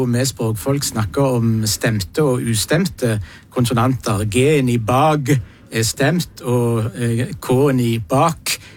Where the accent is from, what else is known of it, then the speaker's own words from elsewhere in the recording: Rogaland, Norway; Men som rogalending så var det to veldig kjekke spørsmål, så det gjør jeg mer enn gjerne.